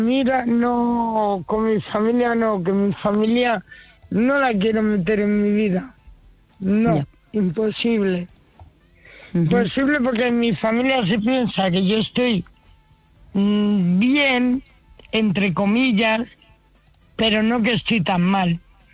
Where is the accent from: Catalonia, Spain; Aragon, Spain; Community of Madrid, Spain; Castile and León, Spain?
Community of Madrid, Spain